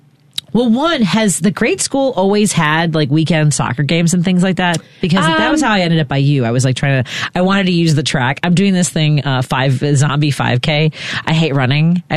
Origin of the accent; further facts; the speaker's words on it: Chicago, Illinois, United States; it feels like a wealth of riches over here on the Northwest Side. Like I grew up in Norwood, right?